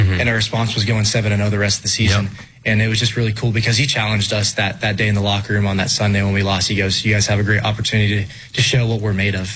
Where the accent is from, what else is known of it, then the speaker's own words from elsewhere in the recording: Colorado, United States; So going down to Arizona, my parents just moved down there. So I'm still from Colorado, but they're like, oh, you're from Arizona now. I'm like, no, I'm not.